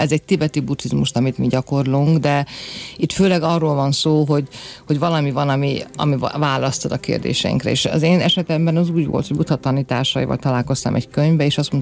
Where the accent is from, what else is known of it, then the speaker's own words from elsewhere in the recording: Oradea, Bihor, Romania; Nagyon fiatal voltam, én Erdélyből számozok, nagyváradi lány vagyok